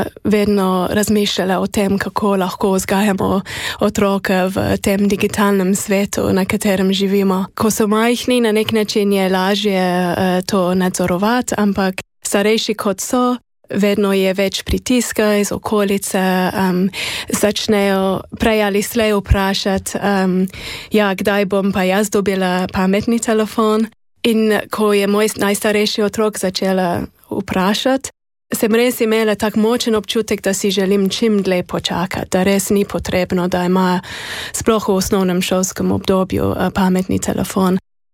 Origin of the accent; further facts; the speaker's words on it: United Kingdom; Slovenian is a second language; now in Slovenia; jaz sem iz Velike Britanije